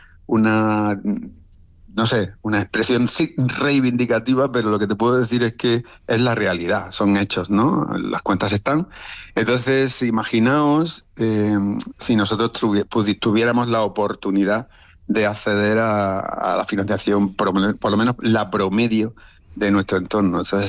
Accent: Spain

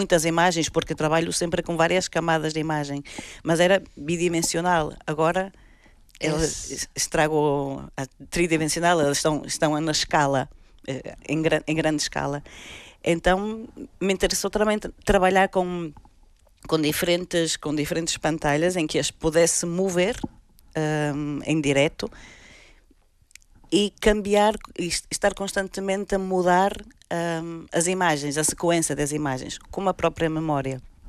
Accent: Vila Nova de Famalicão, Braga, Portugal; now in Porto, Portugal; Não, sou de Famalicão, Braga. Vivo em Porto, mas sou do Minho.

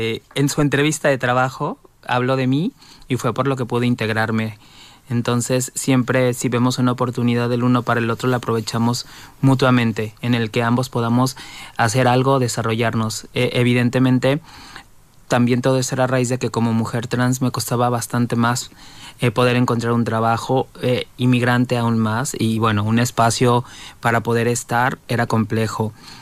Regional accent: Mexico; moved away as an adult; now in Spain

